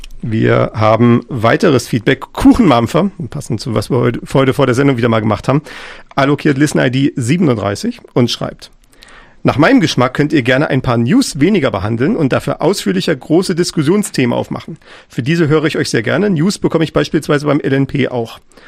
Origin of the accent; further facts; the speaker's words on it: East Germany, Germany; Wir sind auf jeden Fall in Ostdeutschland beheimatet.